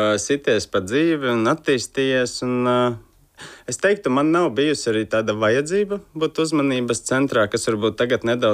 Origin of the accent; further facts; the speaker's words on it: Koknese, Aizkraukle Municipality, Latvia; mēs abi divi esam no Koknesas un dzīvojām daudz dzīvokļu mājā. Es dzīvoju otrajā stāvā